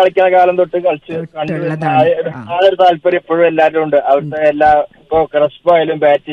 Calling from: Pandikkad, Kerala, India; ഞാന് പാണ്ടിക്കാടാണ് വീട്.

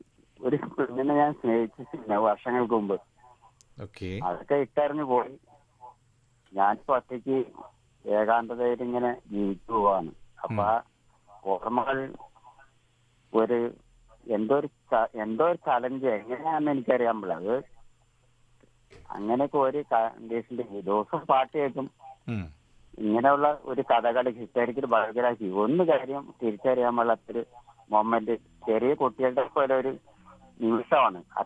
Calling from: Aluva, Kerala, India; ഞാൻ ആലുവയാണ് വിളിക്കുന്നത്.

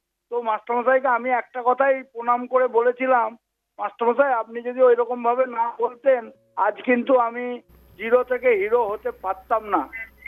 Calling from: Budbud, West Bengal, India; আমি পশ্চিমবঙ্গের পূর্ব বর্ধমান জেলার বুধবুধ থেকে

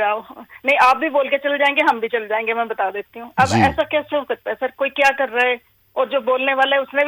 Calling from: Bhota, Himachal Pradesh, India; हमारा गांव है ना भोटा नाम है

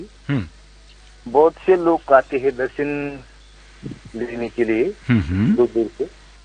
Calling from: Anandgaon, Maharashtra, India; ग्राम आनंदगांव जिला जालना महाराष्ट्र से बात कर रहे हैं, हम मराठवाड़े से बात कर रहे हैं सर जी।

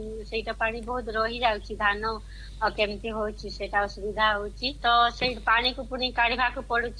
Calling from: Bargarh, Odisha, India; ହଁ ଆଜ୍ଞା ନମସ୍କାର, ମୁଁ ବରଗଡ଼ରୁ

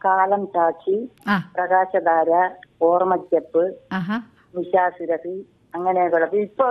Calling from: Nemom, Kerala, India; ഞാൻ നേമത്തുനിന്നാണ്

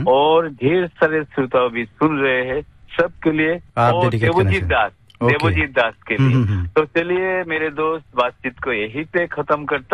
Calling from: Ramkrishna Nagar, Assam, India; मेरा गांव का नाम है राम कृष्ण नगर, डिस्ट्रिक्ट है श्रीभूमि, आसाम से तालुकात से।

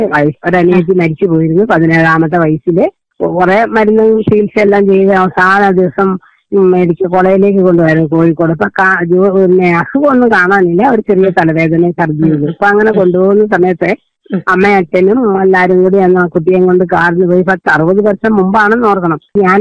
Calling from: Vellad, Kerala, India; Alakode Vellad.

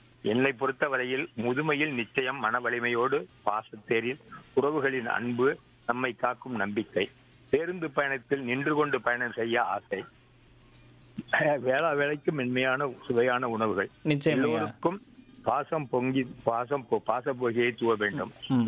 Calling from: Punnainallur, Tamil Nadu, India; தஞ்சாவூர் மாவட்டம் புன்னைநல்லூர் மாரியம்மன் கோயில்

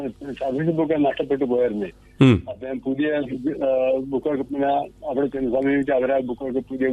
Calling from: Mannar, Kerala, India

